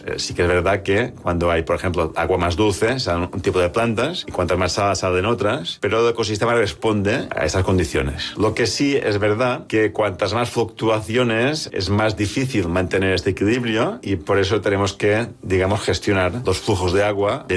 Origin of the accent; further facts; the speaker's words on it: Es Mercadal, Balearic Islands, Spain; Yo soy menorquín, soy de Mercadal. Yo no participé porque, de hecho, no había nacido, creo, porque esta movilización fue en los años 70, no, yo nací en el 78